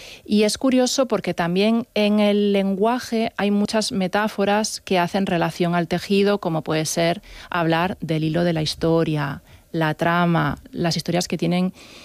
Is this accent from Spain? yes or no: yes; Galicia, Spain; Tienen un punto como de artificio, de que siendo gallega sabes que la vida diaria no es así.